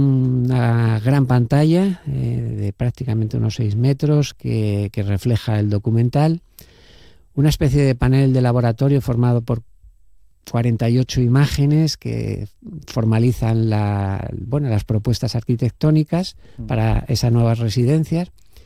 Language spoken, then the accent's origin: Spanish; Gijón, Asturias, Spain; porque yo mismo, que soy de Gijón, el contacto que tuve con la mina era periférico.